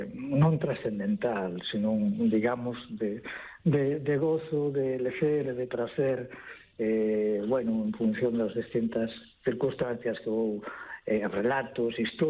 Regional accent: Vigo, Galicia, Spain; born there; also born or lived in Santiago de Compostela; Onde nacín en Vigo e onde pasei moitísimos anos en Santiago de Compostela.

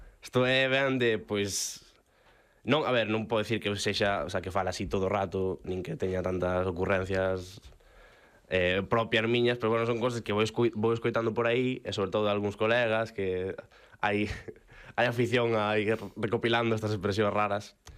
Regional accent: Silleda, Galicia, Spain; Eu teño ido bastante porque son de Silleda, hai que ir a Fervenza do Toxa

